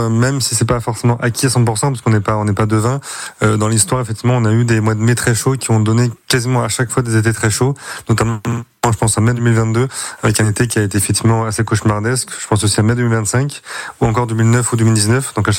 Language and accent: French; Rennes, Brittany, France; en plein centre-ville de Rennes, qui est ma ville natale quand même, donc je suis né là-bas en 91